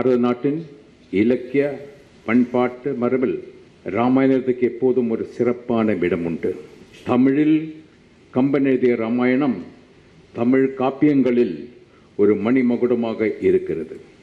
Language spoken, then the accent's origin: Tamil; Tamil Nadu, India; now in Puducherry, India; நான் தமிழ்நாட்டில் படித்து வளர்ந்தவன்